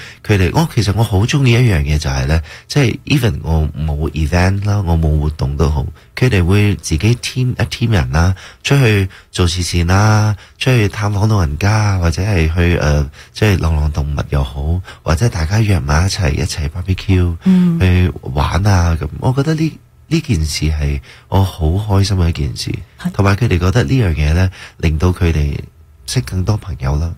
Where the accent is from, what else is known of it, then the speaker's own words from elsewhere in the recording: Malaysia; 连我自己身为一个马来西亚人，